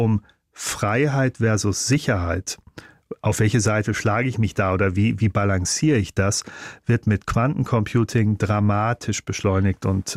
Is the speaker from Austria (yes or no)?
no; Munich, Bavaria, Germany; Als Münchner, es ärgert mich dramatisch.